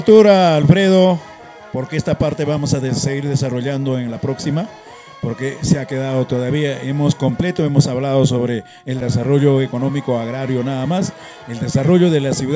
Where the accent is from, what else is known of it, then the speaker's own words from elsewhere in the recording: Huaraz, Ancash, Peru; todos somos de Huaraz, señor, y todos tenemos que vivir de nuestro Huaraz querido.